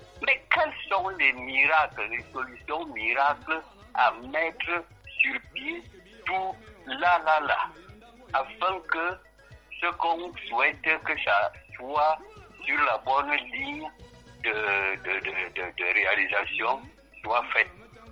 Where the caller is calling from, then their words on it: Cameroon; Je vis au Cameroun comme si je vivais dans une forêt seule.